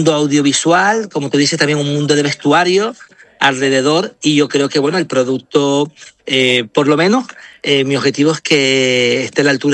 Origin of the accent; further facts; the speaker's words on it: Canary Islands, Spain; esa es la forma de ser del canario, ¿no? Acoger y contar, y en Noma contamos cómo somos y de dónde venimos.